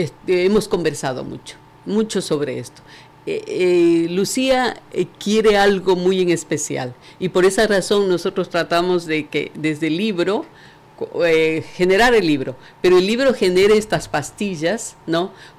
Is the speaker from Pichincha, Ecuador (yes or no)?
no; Jipijapa, Manabí, Ecuador; now in Manta, Ecuador; yo no soy de Manta, yo soy de Jipijapa. Amo a Jipijapa, pero desde que yo estoy aquí en Manta, desde el 97 que vivo en Manta, comencé a amar esta tierra.